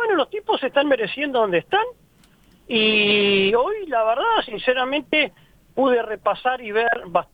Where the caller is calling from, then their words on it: Uruguay; soy uruguayo